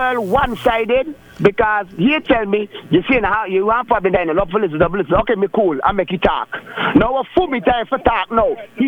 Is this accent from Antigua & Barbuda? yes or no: yes; Antigua & Barbuda; growing up as Rastafari, we know them someday long time. But growing up in Antigua